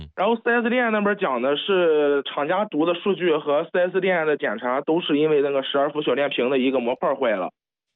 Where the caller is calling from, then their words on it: Jinan, Shandong, China; 我在省外回山东济南的时候，因为我家是济南的